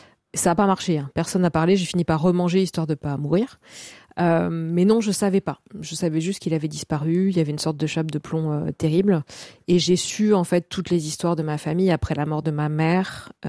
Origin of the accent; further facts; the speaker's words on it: Corsica, France; moved away as an adult; quand je suis partie de la Corse à 18 ans